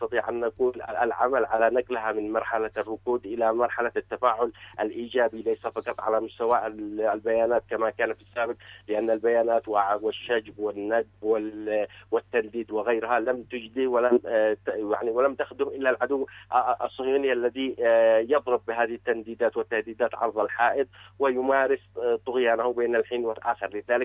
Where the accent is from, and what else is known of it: Yemen